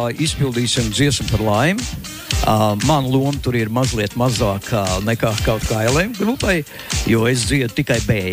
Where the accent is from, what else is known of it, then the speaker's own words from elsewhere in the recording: Liepāja, Kurzeme, Latvia; Esmu atpūst no Vējinās pilsētas Liepājas.